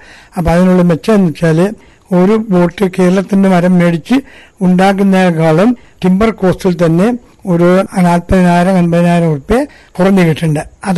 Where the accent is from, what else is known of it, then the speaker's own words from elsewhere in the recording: Kerala, India; ഞാൻ കവർച്ചി തന്നെ ജനിച്ച് കവർച്ചി തന്നെ വളർന്ന് പഠിച്ച മാത്രം college education Kozhikode government arts and science കോളേജിലാണ് നടന്നത്.